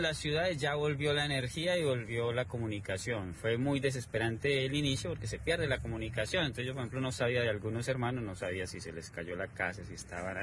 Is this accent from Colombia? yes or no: yes; Armenia, Quindío, Colombia; moved away